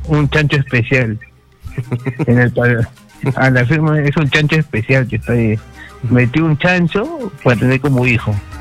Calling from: Lima, Peru; de Chorrillos.

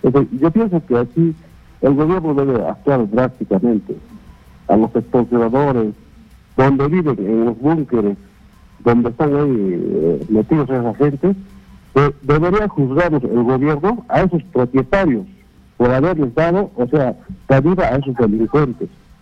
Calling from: Cusco, Peru; Llamo de la ciudad del Cusco.

